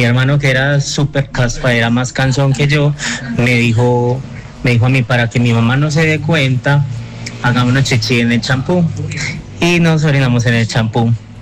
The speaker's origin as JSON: {"language": "Spanish", "town": "Medellín", "region": "Antioquia", "country": "Colombia"}